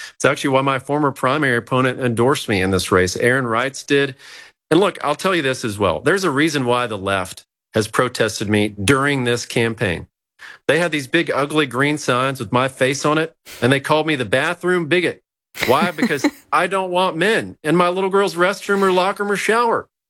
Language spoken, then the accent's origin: English; Texas, United States; Look, I'm a seventh generation Texan. I was born here. I'll be buried here.